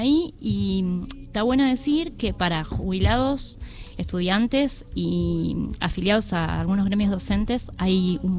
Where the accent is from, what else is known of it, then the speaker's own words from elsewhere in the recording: San Carlos de Bariloche, Río Negro, Argentina; moved away; yo soy de allí, de Río Negro, de Bariloche, nací en Bariloche. Y hablo mucho de Bariloche en mis canciones, en mis discos.